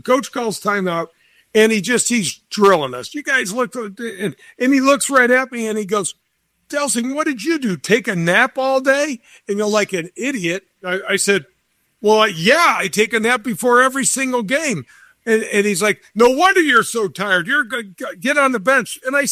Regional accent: North County, St. Louis, Missouri, United States; I grew up in North County, which was about 40 minutes away from St. Louis U High.

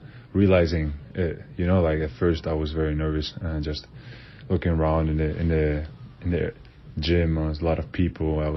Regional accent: Berlin, Germany; also born or lived in Chile; I was born in Germany, and then when I was six, we moved to Chile. That's where I started playing basketball. So then we moved back to Germany, to Berlin.

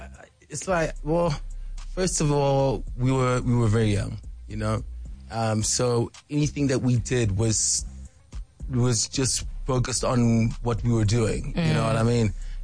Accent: South Africa; born there; also born or lived in Washington, D.C., United States; I was born in the States, born in D.C. But I mean, that's really not important. I like to say that I'm proudly South African.

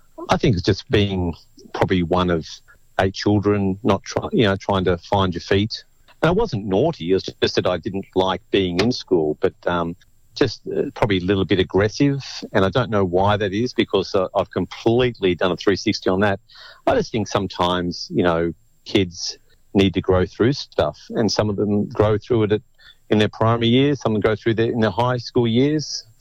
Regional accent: New South Wales, Australia; born there; My grandfather built that cottage that I was born in on the Lane Cove River, but it was isolated and remote and full of ticks and all those type of things.

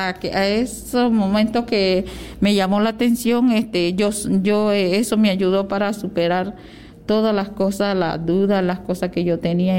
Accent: Veraguas, Panama; Sí, yo vengo del distrito de Cañaza, corregimiento de San José, Comunidad del Rosario.

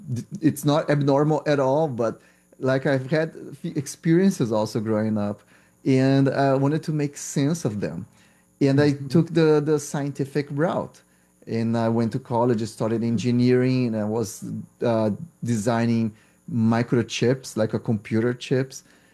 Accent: Brazil; school because I'm from Brazil, and Brazil medical school is undergrad, so you have to decide either you go that track or this track. So I went to medical school with the goal of understanding the brain. Like growing up in Brazil in the 90s

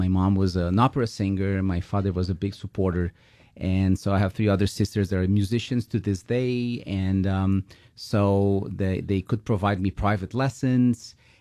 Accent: Brazil; moved away; I grew up, I'm also from Brazil like Roberto

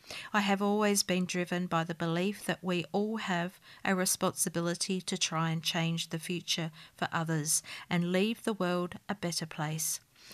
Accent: Tasmania, Australia; my amazing online community which spans many countries, and of course my hometown Tasmanians.

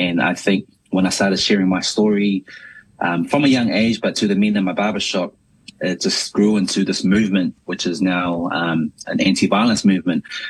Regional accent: Christchurch, Canterbury, New Zealand; also born or lived in Auckland; I am New Zealand born Samoan. I was born in Tamaki Makaurau, Okilangi, Auckland, South Auckland, Mangere to be exact, but raised down in the mighty home of the Crusaders, Christchurch, Ōtautahi.

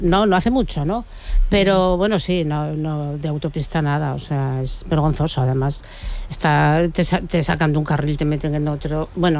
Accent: Turón, Asturias, Spain; now in Gijón, Spain; yo soy de Turón.

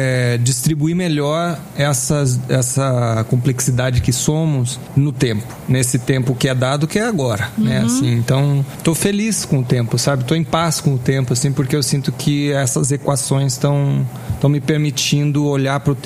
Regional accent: Rio Grande do Sul, Brazil; born or raised there; also born or lived in Brasília

